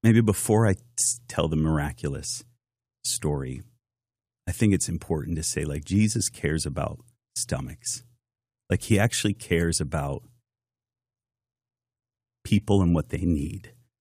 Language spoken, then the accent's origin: English; Massachusetts, United States; And I'm from Massachusetts, so like, I wouldn't have believed it if I didn't see it myself.